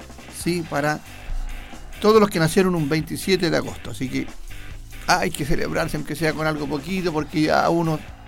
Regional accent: Linares, Maule, Chile; now in Chanco, Chile; Así que desde acá, desde Chanco, enviamos un cordial saludo a la ciudad

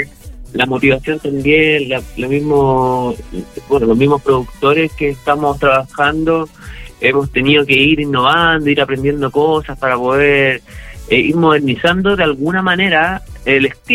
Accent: Valparaíso, Chile; also born or lived in Viña del Mar; Somos directamente de Valparaíso y Viña del Mar.

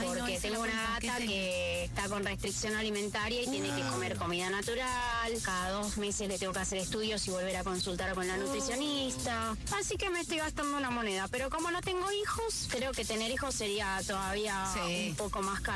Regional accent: Ramos Mejía, Buenos Aires Province, Argentina; de Ramos Mejía, tengo 3 gatijos, duerme los 3 en la cama.

